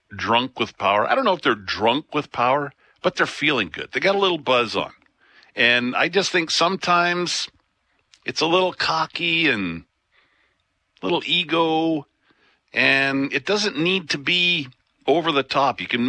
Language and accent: English; Alberta, Canada; born there; now in Winnipeg, Canada; I'm from Alberta originally